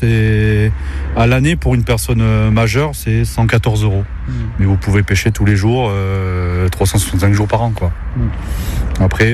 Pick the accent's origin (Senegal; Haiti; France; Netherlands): France; Bordeaux, Nouvelle-Aquitaine; Je viens de Bordeaux, moi, à la base.